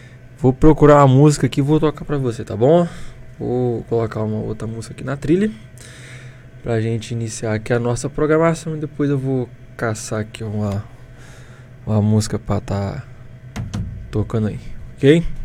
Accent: Cachoeiro de Itapemirim, Espírito Santo, Brazil; moved away; Cachoeiro de Itapemirim, a minha terra

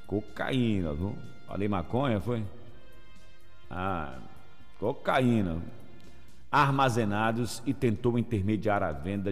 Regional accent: Brazil

